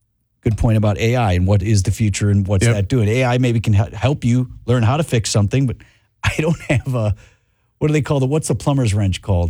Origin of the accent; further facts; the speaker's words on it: Wauwatosa, Wisconsin, United States; my hometown of Wauwatosa.